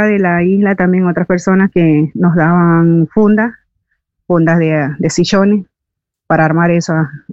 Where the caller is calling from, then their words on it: Tigre, Buenos Aires Province, Argentina; soy de acá de Tigre, de la isla